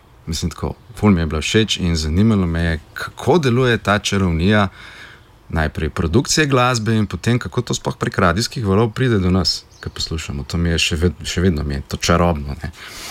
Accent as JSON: {"language": "Slovenian", "town": "Črnomelj", "region": "Southeast Slovenia", "country": "Slovenia", "moved": "as an adult", "lives_now": "Ljubljana, Slovenia", "said": "dol v Črnomlju, jaz sem iz Črnomlja drugače"}